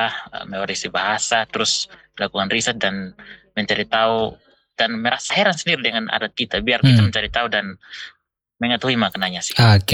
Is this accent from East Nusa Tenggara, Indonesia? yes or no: yes; Amanuban, South Central Timor, East Nusa Tenggara, Indonesia; kami ini perlu untuk semua orang Amnuban tahu.